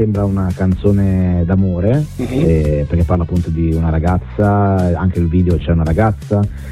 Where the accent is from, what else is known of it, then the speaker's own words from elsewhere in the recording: Liguria, Italy; Sì, nell'entroterra qui, dalle mie parti.